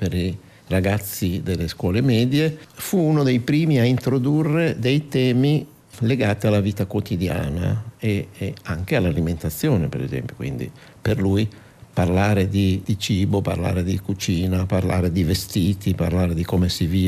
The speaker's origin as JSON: {"language": "Italian", "town": "Imola", "region": "Emilia-Romagna", "country": "Italy", "tie": "born or raised there", "said": "noi siamo di Imola, Romagna, la Romagna di provincia bolognese"}